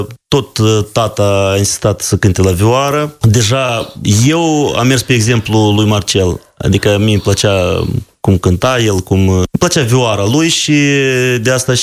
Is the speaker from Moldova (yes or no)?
yes; Bălți, Moldova; born there; Noi ne-am născut în Bălți, dar originile se trag din satul Grinăuți, raionul Rășcani, este la 10 km de orașul Bălți.